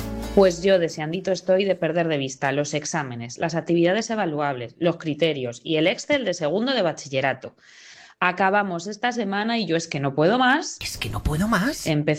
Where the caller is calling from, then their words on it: Macotera, Castile and León, Spain; de Macotera.